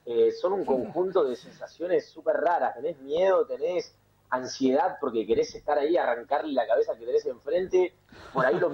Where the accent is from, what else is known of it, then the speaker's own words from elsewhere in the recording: Argentina; moved away as an adult; also born or lived in Neuquén, Argentina; now in Spain; viste cómo somos los argentinos, donde vamos, armamos una colonia.